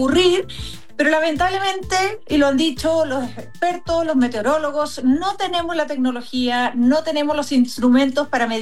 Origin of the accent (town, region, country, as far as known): Osorno, Los Lagos, Chile